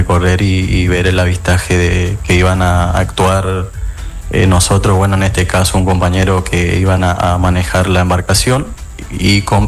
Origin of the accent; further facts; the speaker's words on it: Esquina, Corrientes, Argentina; born there; now in Goya, Argentina; En Esquina Corrientes. Ahora estoy prestando servicio en la Prefectura Goya y vivo en Goya.